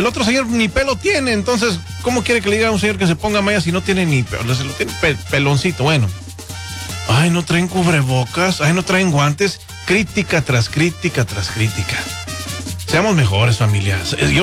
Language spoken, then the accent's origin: Spanish; Mexico; moved away; somos de México, estamos acostumbrados a eso y peor, hasta comemos desde el mismo corral.